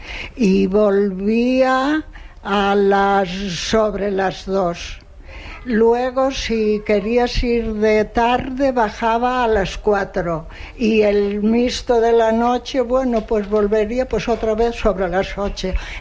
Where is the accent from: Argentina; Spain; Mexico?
Spain; Anllares, Castile and León; Sí, soy de Anyares.